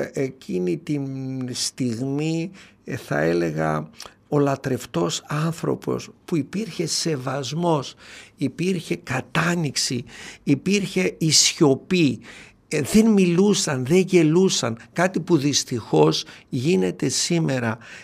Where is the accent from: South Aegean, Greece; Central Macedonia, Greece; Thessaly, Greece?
Central Macedonia, Greece; Doirani; εκεί στο χωριό μου το ακριτικό, το ιστορικό, την Δοϊράνη